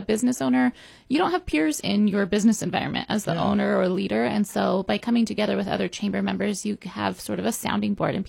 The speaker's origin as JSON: {"language": "English", "town": "Penn Valley", "region": "California", "country": "United States", "tie": "born or raised there", "said": "I grew up in Penn Valley, and Penn Valley had a youth chamber of commerce."}